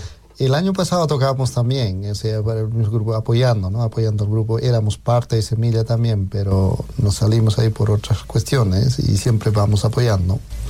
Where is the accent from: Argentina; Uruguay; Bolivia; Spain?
Bolivia; la gente necesitada o damnificada en Bolivia, que hay, lastimosamente, que en mi país hay muchas personas o comunidades que necesitan ciertas cosas